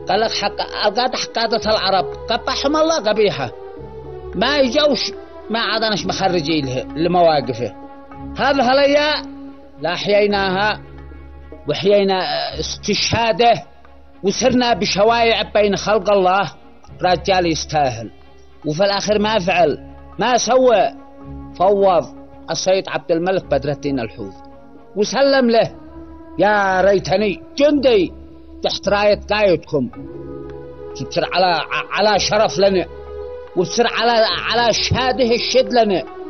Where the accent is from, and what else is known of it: Yemen